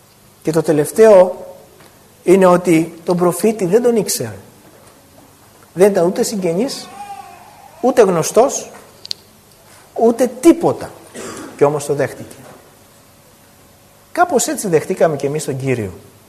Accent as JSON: {"language": "Greek", "country": "Greece", "said": "είμαστε Έλληνες."}